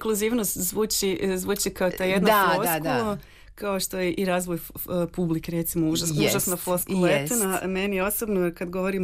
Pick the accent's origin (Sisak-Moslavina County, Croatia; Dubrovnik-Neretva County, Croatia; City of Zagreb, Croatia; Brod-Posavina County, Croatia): Dubrovnik-Neretva County, Croatia; Dubrovnik; born there